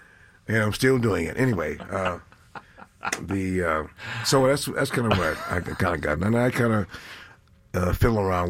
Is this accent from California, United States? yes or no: yes; San Francisco, California, United States; also born or lived in Spokane / New Orleans; Spokane, yes. Well, I was born in Spokane. A year and a half, we stayed there and went back to New Orleans, where our mother was from. Until I was about five, and then we moved to San Francisco, where my father was discharged from the Army.